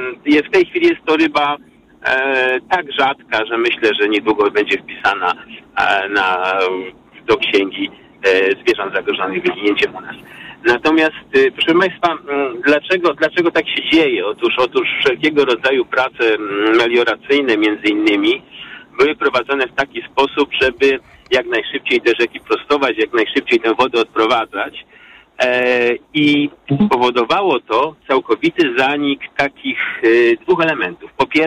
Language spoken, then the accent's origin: Polish; Łódź, Łódź Voivodeship, Poland; jestem łodzianinem, ale przeprowadzam się, czyli mieszczuchem takim typowym, ale przeprowadzam się do miejscowości pod Sieradzem